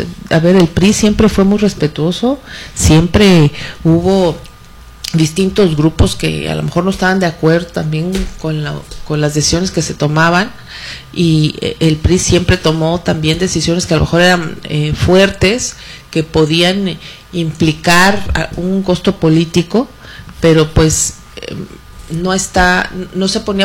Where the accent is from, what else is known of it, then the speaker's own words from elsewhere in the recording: State of Mexico, Mexico; Fui presidenta municipal en una tierra mexiquense. Yo vengo del Estado de México.